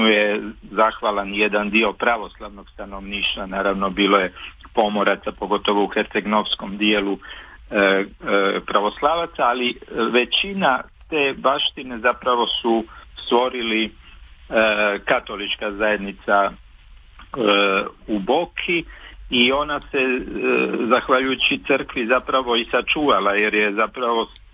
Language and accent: Croatian; Prčanj, Kotor Municipality, Montenegro; now in Zagreb, Croatia; ja sam rođen u Kotoru, a djetinjstvo sam proveo na Prčanju.